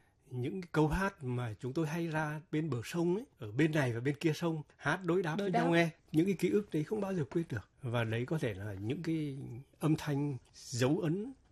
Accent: Hà Tĩnh, Vietnam; moved away; Quê tôi Hà Tĩnh

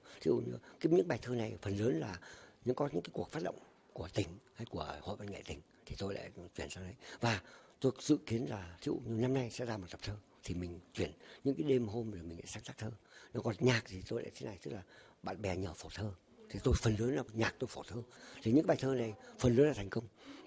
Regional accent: Da Lat, Lâm Đồng, Vietnam; nhưng điều chung mình là người Đà Lạt.

